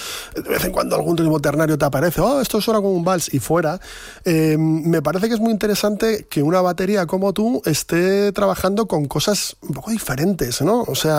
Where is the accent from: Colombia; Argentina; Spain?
Argentina; Buenos Aires; born there; debe estar ya cansada de escucharme decir que soy pseudo argentino y tal, pero lo cierto es que nací en Buenos Aires y la chacarera como buen ritmo rioplatense, pues también me llega